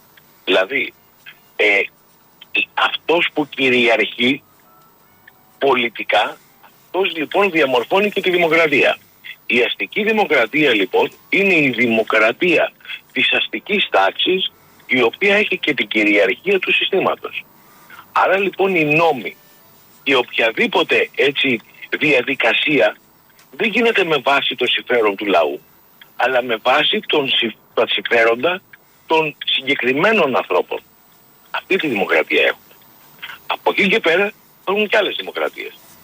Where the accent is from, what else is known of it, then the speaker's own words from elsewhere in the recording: Piraeus, Attica, Greece; Εγώ επειδή είμαι Πειραιώτης